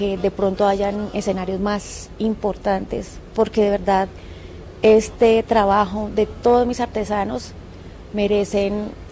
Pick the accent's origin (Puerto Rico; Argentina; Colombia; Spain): Colombia; para mostrar la verdadera cara de lo que somos los, de quiénes somos los colombianos.